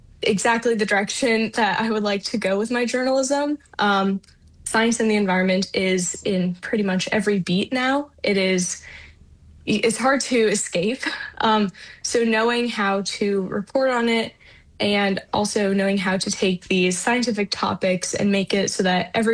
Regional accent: Nome, Alaska, United States; growing up in Nome, I was just surrounded by various outdoor activities, right?

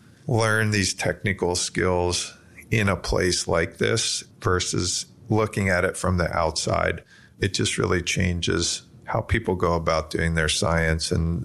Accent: Pennsylvania, United States; Like Jacob and Trish, I grew up on the East Coast in Southeast Pennsylvania.

